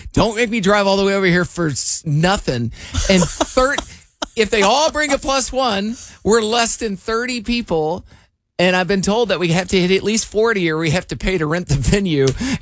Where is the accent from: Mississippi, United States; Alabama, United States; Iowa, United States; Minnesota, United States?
Iowa, United States; DeWitt; moved away; my hometown of DeWitt, Iowa.